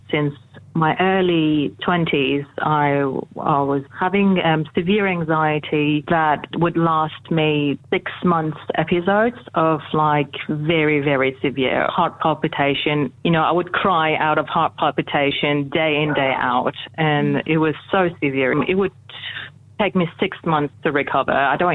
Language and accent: English; Iran; moved away as an adult; now in Australia; When I moved from Iran to Australia, I was almost 28 years old. Immigration is already very difficult. I immigrated by myself